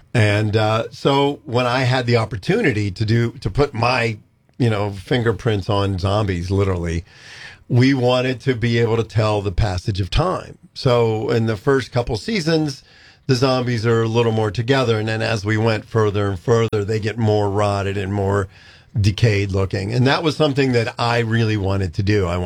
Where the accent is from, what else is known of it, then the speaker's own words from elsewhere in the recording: Pittsburgh, Pennsylvania, United States; look, I mean, I grew up in Pittsburgh.